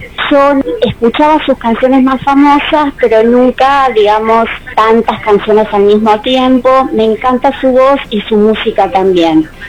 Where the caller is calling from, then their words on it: Buenos Aires, Argentina; de Villa Pueyrredón.